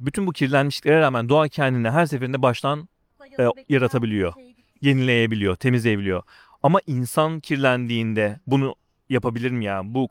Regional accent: Anavarza, Adana, Turkey; Yaşar Kemal'in romanlarını yazdığı dağlarda, hani Toros Dağları'nda, bizim oralar zaten, Anavarız abi biliyorsun oralar.

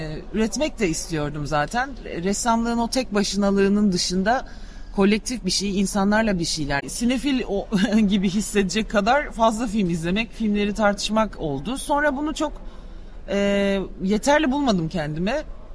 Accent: Adana, Turkey; Adana'da doğdum, büyüdüm ve burada okudum aslında.

